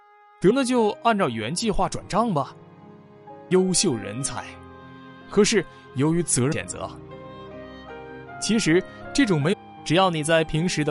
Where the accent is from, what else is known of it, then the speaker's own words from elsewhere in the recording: Northeast China, China; accent: Northeastern Mandarin; 我觉得这歌词应该用我们东北话说出来哈